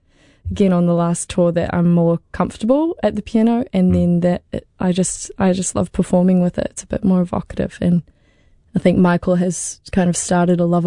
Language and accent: English; Queenstown, Otago, New Zealand; moved away as an adult; also born or lived in Wellington / Auckland / Dunedin; I've been there for almost 2 years. That's where I grew up, and it's my hometown. So, yeah, I've been back for about that long.